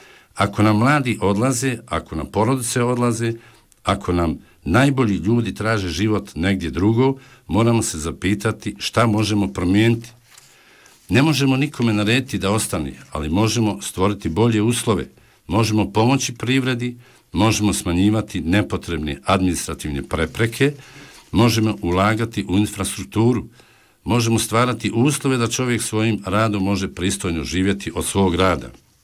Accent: Doboj Istok, Federation of Bosnia and Herzegovina, Bosnia & Herzegovina; also born or lived in Tuzla; Dolazim iz Doboj istoka, dobro poznajem ovaj kraj, ali sam kroz život vezan i za Tuzlu i za cijeli Tuzlanski kanton.

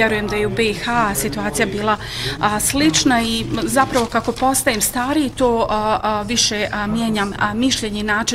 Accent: Kosovo; now in Germany; ja sam odrastao na Kosovu i selo koje se pominje u filmu je zaista selo iz kog i sam potičem. Odrastao sam sa životinjama, sa kravama koje sam jako volio i vrlo su mi nedostajale u Njemačkoj

